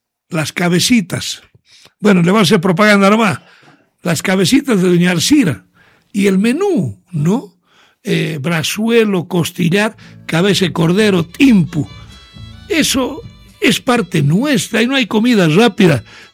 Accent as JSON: {"language": "Spanish", "region": "Tarija", "country": "Bolivia", "moved": "yes", "said": "la felicidad que teníamos allá en Tarija"}